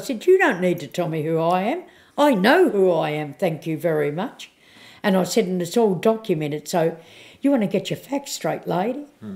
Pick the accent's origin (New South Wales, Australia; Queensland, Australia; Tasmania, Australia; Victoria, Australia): Tasmania, Australia; See, where I come from, where I was born and brought up in Tassie, we have Maningenna Day the first Saturday of December, and a lot of us here on the mainland go home for that.